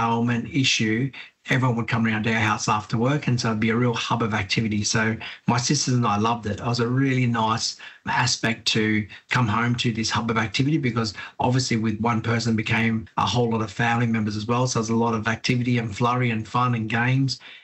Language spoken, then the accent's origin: English; Australia; Yes, I grew up in Warramai country. And it was quite an interesting area from there.